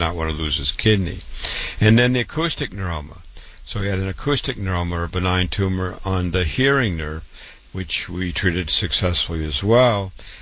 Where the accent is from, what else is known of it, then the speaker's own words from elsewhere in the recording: Waterloo, Iowa, United States; board-certified doctor. I was born and raised in Waterloo, Iowa, public school, university MD at 25